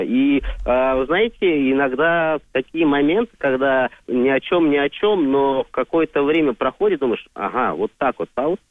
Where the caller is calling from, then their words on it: Moscow, Russia; Я из Москвы. Из Москвы, но на данный момент я нахожусь под Москвой.